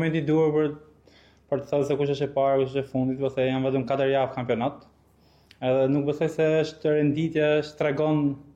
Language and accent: Albanian; Elbasan, Elbasan County, Albania; born or raised there